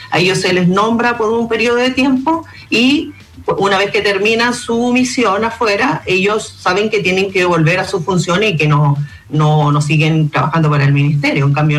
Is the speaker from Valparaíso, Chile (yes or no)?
yes; Valparaíso, Chile; se estaba trabajando y eso lo sé yo, porque soy de Rapa Nui